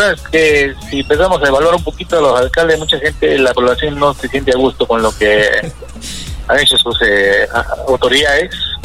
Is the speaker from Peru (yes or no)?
yes; Arequipa, Peru; siendo como arequipeños